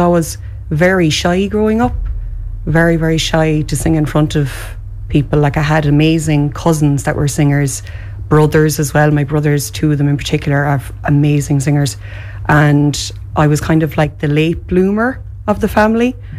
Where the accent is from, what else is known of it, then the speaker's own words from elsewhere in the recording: Rathcormac, Connacht, Ireland; now in Cork, Ireland; I'm originally from Sligo, excuse me. I grew up in Rathcormac underneath Benbulbin Mountain, which is a beautiful part of the world.